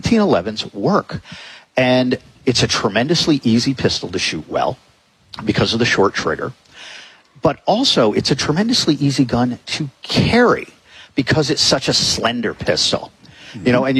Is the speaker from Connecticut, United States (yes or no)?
yes; Connecticut, United States; moved away as an adult; now in Arizona, United States; I grew up in Connecticut, but I went to Gunsight shortly after I moved out here to Arizona in 2003.